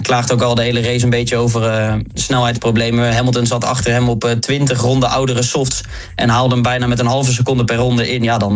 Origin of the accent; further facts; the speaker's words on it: Netherlands; laten we hopen als Nederlanders dat hij nog een paar races kan gaan winnen.